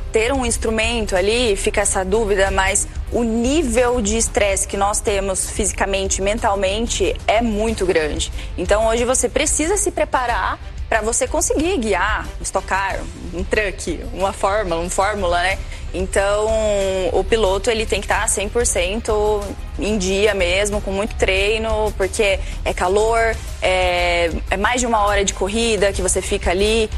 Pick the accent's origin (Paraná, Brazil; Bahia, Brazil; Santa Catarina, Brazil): Paraná, Brazil; Campo Mourão; lá em Campo Mourão, que eu sou natural do Paraná